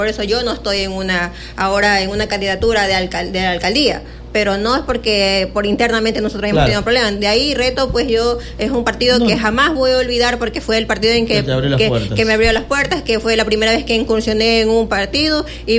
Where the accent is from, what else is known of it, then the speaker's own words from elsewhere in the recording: Quevedo, Los Ríos, Ecuador; mis quevedeños